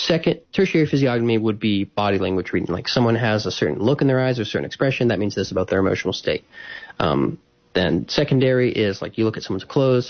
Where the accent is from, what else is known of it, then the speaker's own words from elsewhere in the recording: Alabama, United States; now in Mississippi, United States; I am not. I've been a few times. I love it there, but I am from Alabama originally. I live in Mississippi now.